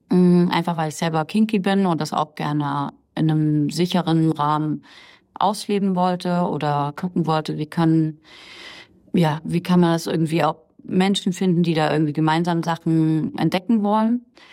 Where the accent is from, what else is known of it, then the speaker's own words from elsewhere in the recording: Bavaria, Germany; born there; also born or lived in East Germany; Ich bin dann in Bayern aufgewachsen